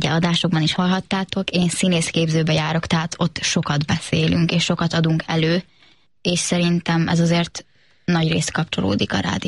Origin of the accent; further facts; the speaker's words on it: Hungary; itt születtem, itt nőttem fel, itt élünk most is